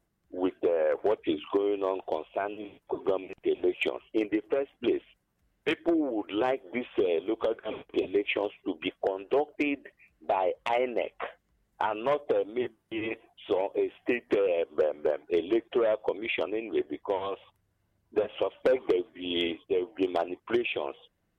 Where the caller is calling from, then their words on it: Abapanike, Enugu State, Nigeria; I'm calling from Abapanike, Enugu.